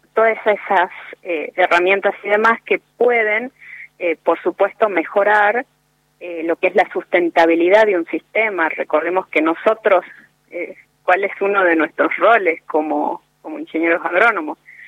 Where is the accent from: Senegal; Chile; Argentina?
Argentina